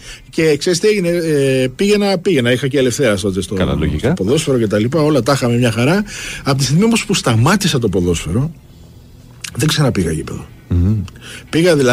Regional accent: Piraeus, Attica, Greece; born or raised there

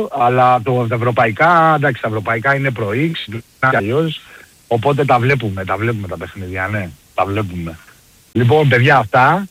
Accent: Piraeus, Attica, Greece; now in Brisbane, Australia; Από Πειραιά είμαι, από Πειραιά είμαι.

